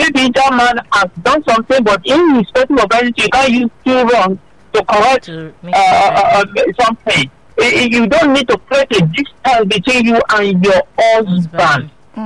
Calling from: Lagos, Nigeria; I'm calling from Ikosun, Lagos.

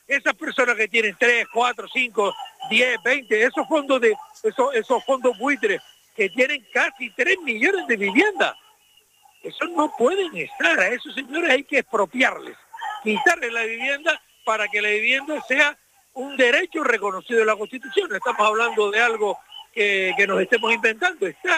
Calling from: Canary Islands, Spain; Y somos canarios, y yo soy canario como tú

